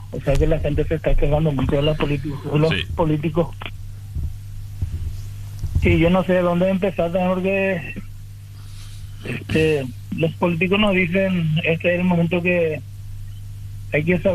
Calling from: Paraguay; somos buenos los paraguayos

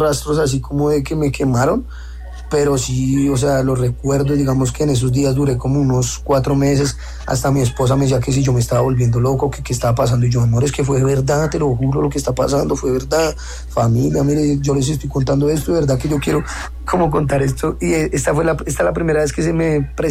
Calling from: Bogotá, Colombia; como uno está en Bogotá, pues los que digamos que manejamos ahí la convivencia, pues somos personas de Bogotá

